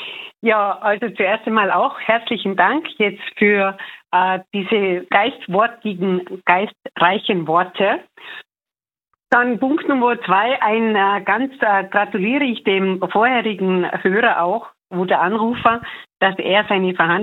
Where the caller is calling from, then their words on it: Tyrol, Austria; ich komme ja aus Tirol.